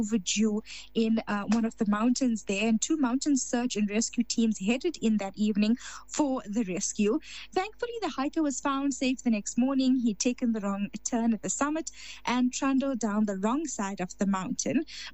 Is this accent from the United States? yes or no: no; South Africa; a great time to be as a South African